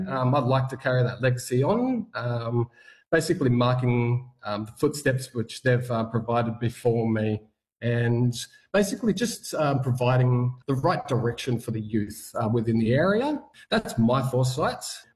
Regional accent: New South Wales, Australia; My mob's Wiradjuri. I'm sent from … from central New South Wales.

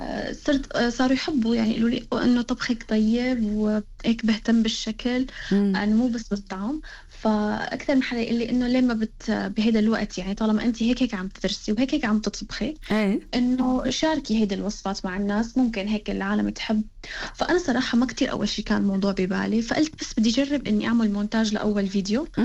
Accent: Jableh, Latakia Governorate, Syria; moved away as an adult; now in Australia; سورية، انتقلت حديثاً على أستراليا، تزوجت وسافرت. طبعاً أنا أصولي من مدينة اللاذقية جبلة، كنت عم مخلصة طب بشري بسنة 2020، وكنت عم بختص قلبية، أمراض القلب والأوعية الدموية باللاذقية كمان.

